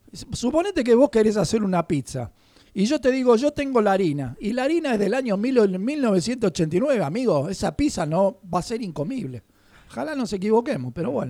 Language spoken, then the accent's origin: Spanish; Argentina; Nosotros somos argentinos